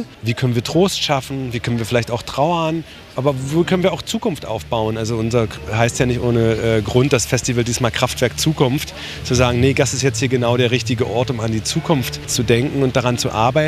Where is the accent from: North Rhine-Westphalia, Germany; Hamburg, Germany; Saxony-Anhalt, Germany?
Saxony-Anhalt, Germany; born there; Also ich bin auch im Bezirk Magdeburg geboren und habe auch einen Bezug zu Sachsen-Anhalt.